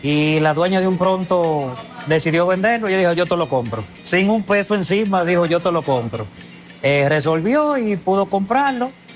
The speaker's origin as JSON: {"language": "Spanish", "country": "Dominican Republic", "lives_now": "United States", "said": "Pero aquí estamos, nos mantenemos como dominicanos tirando para adelante, no nos rendimos."}